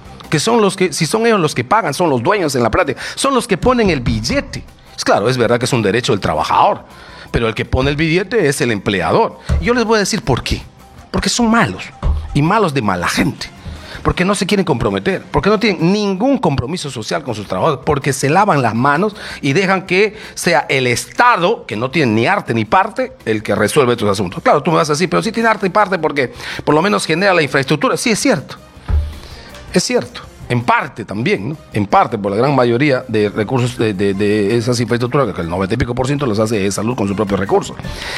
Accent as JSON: {"language": "Spanish", "country": "Peru"}